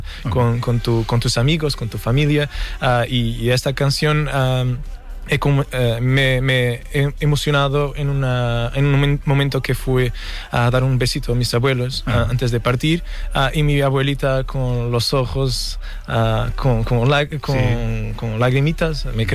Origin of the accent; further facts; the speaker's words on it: Portimão, Faro, Portugal; Spanish is a second language; moved away as an adult; also born or lived in Lisbon / England; Yo soy de Portimão. Uh-huh. Y para hacer lo que quiero tuve que ir para Lisboa. Uh-huh. Pero cuando yo fui a estudiar en la universidad, sí, me fui para Reino Unido también. Ajá. Para Inglaterra.